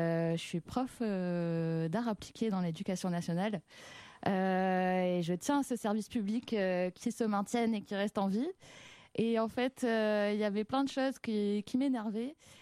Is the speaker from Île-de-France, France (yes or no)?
no; Marseille, Provence-Alpes-Côte d'Azur, France; je viens de Marseille. Je viens de la ville du Sud et du Soleil